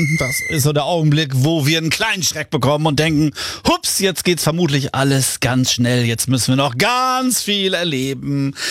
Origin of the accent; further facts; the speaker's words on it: Bosau, Schleswig-Holstein, Germany; Ich kenne die Ecke ja gut. Ich bin ja in Bosau quasi aufgewachsen. Das ist ja alles Plöner See.